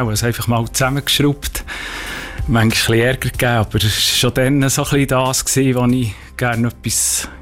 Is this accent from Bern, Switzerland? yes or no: yes; Schangnau, Bern, Switzerland; Ich bin im Schangnau aufgewachsen, in einer Schreinerei.